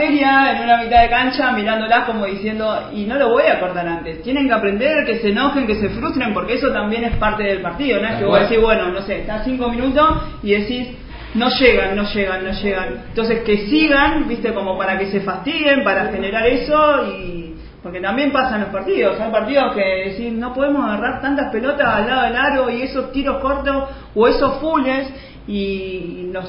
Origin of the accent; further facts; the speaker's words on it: Argentina; nosotros como argentinos